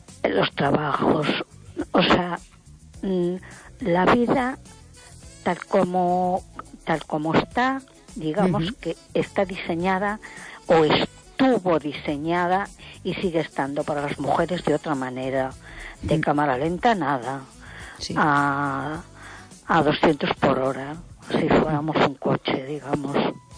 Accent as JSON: {"language": "Spanish", "town": "A Coruña", "region": "Galicia", "country": "Spain"}